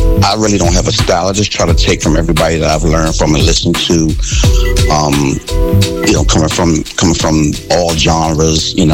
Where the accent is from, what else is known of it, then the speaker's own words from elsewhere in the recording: Washington, District of Columbia, United States; born there; I was born in Washington, D.C., but I live in the D.C. suburbs of Maryland.